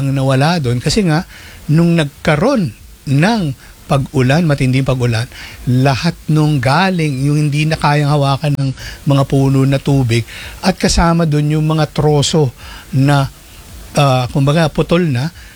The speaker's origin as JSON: {"language": "Tagalog", "town": "Marikina", "region": "Metro Manila", "country": "Philippines", "said": "Taga-Marikina"}